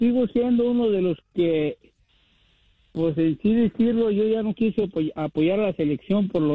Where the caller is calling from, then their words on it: Mexico; yo soy mexicano, orgullosamente